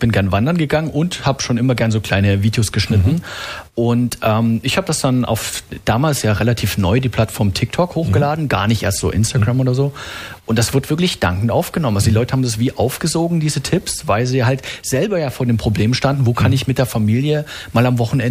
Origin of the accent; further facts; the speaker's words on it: Saxony, Germany; moved away as an adult; now in Karlsruhe, Germany; dort fühle ich mich fast so heimisch wie natürlich jetzt in der sächsischen Schweiz, wo ich aufgewachsen bin.